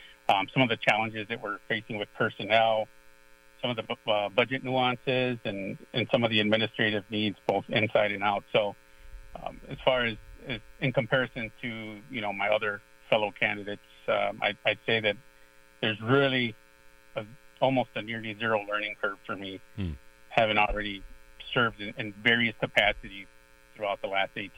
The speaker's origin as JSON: {"language": "English", "town": "Chicago", "region": "Illinois", "country": "United States", "tie": "born or raised there", "also_born_or_lived": "Guatemala City, Guatemala", "moved": "as an adult", "lives_now": "Kenosha County, United States", "said": "I am one of your candidates running for sheriff. I was born in Guatemala City and raised in Chicago South Side, specifically Chicago's Gage Park neighborhood."}